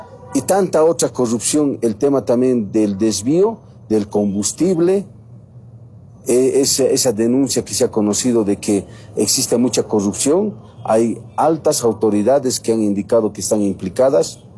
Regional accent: Bolivia; los bolivianos somos bolivianos

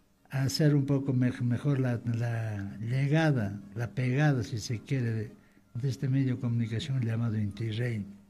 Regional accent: Peru

